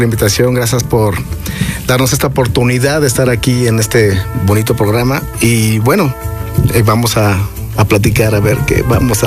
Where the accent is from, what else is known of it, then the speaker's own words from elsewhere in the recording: Cuernavaca, Morelos, Mexico; moved away; allá de donde soy oriundo, que es de Cuernavaca, Morelos, tenemos la costumbre de saludarnos a larga distancia de vecino